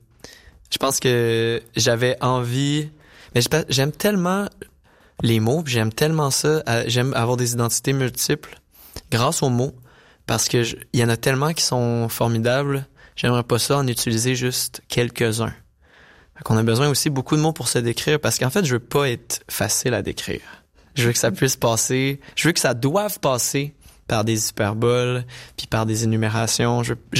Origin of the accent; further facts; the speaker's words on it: Saint-Hyacinthe, Quebec, Canada; je viens de Saint-Hyacinthe au Québec, au Canada.